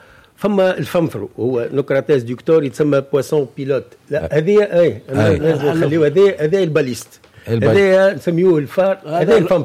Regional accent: Mahdia Governorate, Tunisia; احنا شولا عندنا في الساحل في المهدية راتشولا، ولا تشولا زاد يقولوا راتشولا

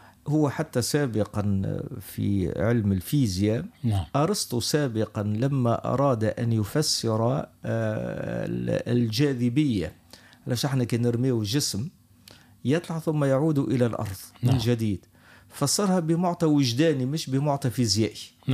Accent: Tunisia; احنا تولدنا في البلاد هذه وانشأنا فيها وقرينا فيها وعملنا أصحاب فيها

